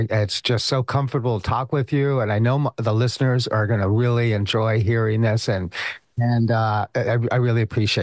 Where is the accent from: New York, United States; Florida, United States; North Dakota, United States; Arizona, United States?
New York, United States; I grew up in New York